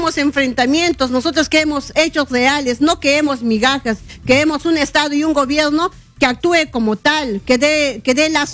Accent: Peru; siendo peruanos

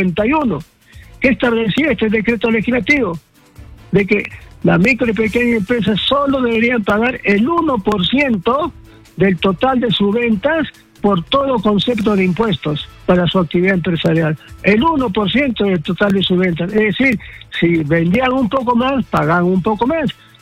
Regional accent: Peru; somos peruanos

